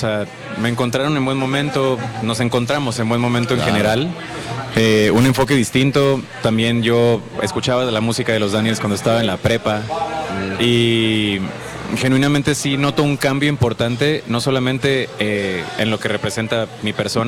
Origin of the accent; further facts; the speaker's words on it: Guadalajara, Jalisco, Mexico; yo soy de Guadalajara